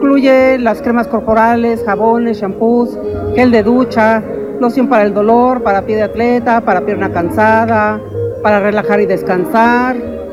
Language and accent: Spanish; El Marqués, Querétaro, Mexico; venimos del municipio del Marqués